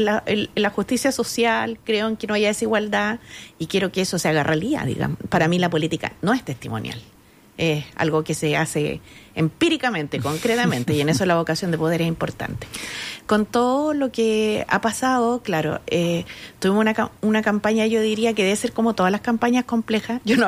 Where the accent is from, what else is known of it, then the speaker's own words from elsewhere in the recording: Chile; ante todo soy chilena.